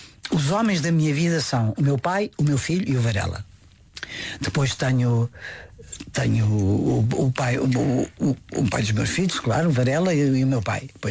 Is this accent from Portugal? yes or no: yes; Lisbon, Portugal; A minha infância foi passada nos Olivais.